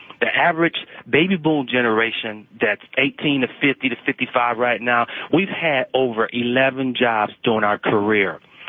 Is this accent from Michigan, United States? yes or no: yes; Michigan, United States; You know, so I'm from Michigan.